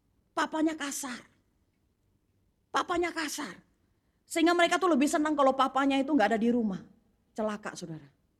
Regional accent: Soe, East Nusa Tenggara, Indonesia; Saya orang Kupang, saya orang Soe gitu ya, Soe dingin saudara.

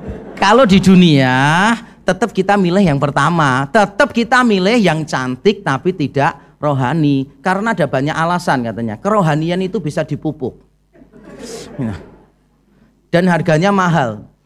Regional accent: Indonesia; Orang Indonesia kan biasanya begitu kalau shopping

